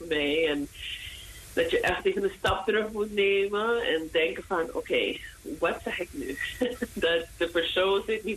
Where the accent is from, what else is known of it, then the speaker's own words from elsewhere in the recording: Suriname; now in United States; toen ik verhuisde van Suriname naar Amerika, was het echt een culture shock voor me.